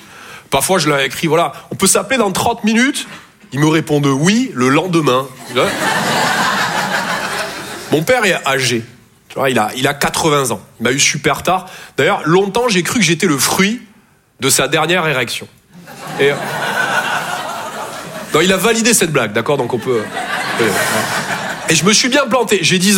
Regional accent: Toulouse, Occitanie, France; Je viens de Toulouse à la base. Ouais, ça s'entend un peu. Ouais. Bah, mon accent, c'est vraiment comme mon sexe.

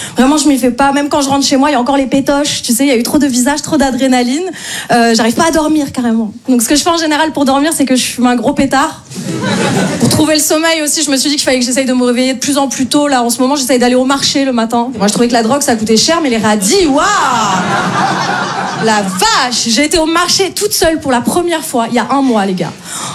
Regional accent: Paris, Île-de-France, France; moi je viens de Paris.

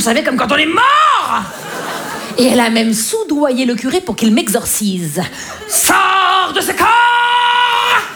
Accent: Grand Est, France; accent: Vosges

